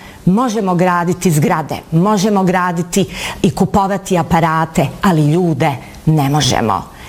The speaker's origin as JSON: {"language": "Bosnian", "town": "Sarajevo", "region": "Federation of Bosnia and Herzegovina", "country": "Bosnia & Herzegovina", "tie": "born there", "lives_now": "Vogošća, Bosnia and Herzegovina", "said": "Rođena sam u Sarajevu, ali već 30 godina radim i živim ovdje u Vogošći."}